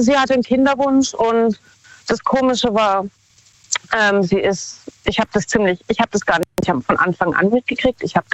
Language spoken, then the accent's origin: German; Baden-Württemberg, Germany; Von Baden-Württemberg. Nähe Karlsruhe.